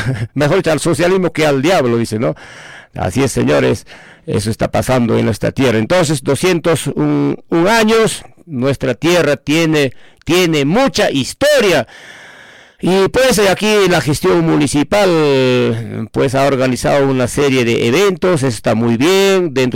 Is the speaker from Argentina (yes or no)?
no; Ayacucho, Peru; yo conozco esa parte porque es mi tierra y me siento orgulloso, pues, ¿no?, de ser breapampino.